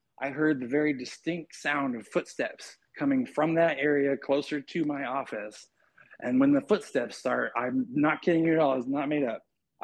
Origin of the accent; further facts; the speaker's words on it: Chehalis, Washington, United States; I just moved back to Washington. I am a Washington native, born and raised in Chehalis